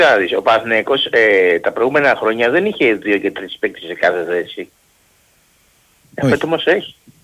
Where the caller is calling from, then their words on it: Ymittos, Attica, Greece; Είμαι από τον Ημιτό